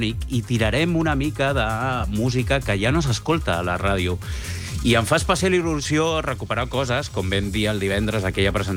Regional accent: Catalonia, Spain; accent: català salat del Baix Llobregat; amb el meu català salat del Baix Llobregat

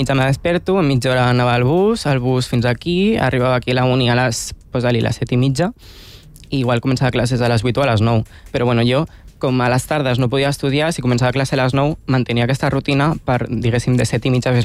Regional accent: Calafell, Catalonia, Spain; jo estudiava al meu poble, jo estudiava a Calafell

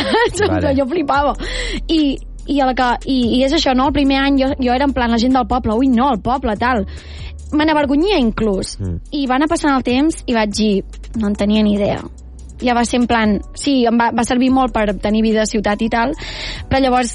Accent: Les Masies de Voltregà, Catalonia, Spain; No, jo sempre dic Vic i després dic... però d'un poblet del costat.

